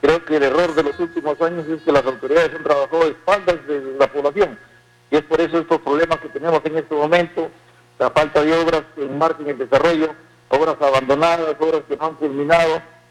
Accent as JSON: {"language": "Spanish", "town": "Talara", "region": "Piura", "country": "Peru", "tie": "born or raised there", "also_born_or_lived": "Lima", "said": "nacido en Talara, criado en Talara, y salí a estudiar a Lima y luego regresé"}